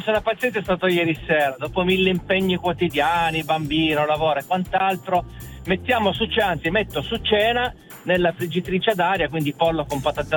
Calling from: Turin, Piedmont, Italy; chiamo da Torino.

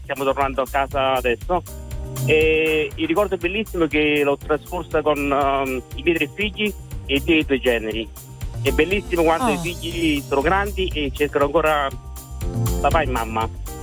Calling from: Naples, Campania, Italy; sono di Napoli

